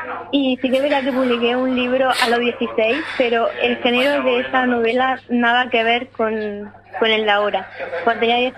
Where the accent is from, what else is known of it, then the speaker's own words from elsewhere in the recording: Cantoria, Andalusia, Spain; now in Granada, Spain; De un pueblo de Cantoria.